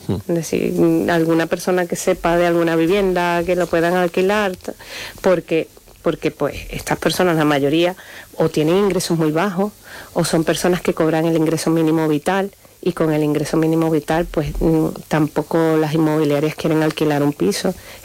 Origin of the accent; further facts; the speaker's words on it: Venezuela; now in Spain; yo soy de origen venezolano y tengo muchos paisanos que comparten pisos dos y tres familias.